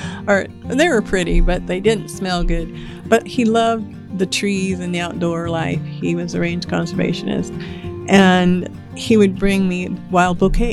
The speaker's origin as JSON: {"language": "English", "area": "Emmett", "region": "Idaho", "country": "United States", "tie": "born there", "said": "I'm from Image, Idaho"}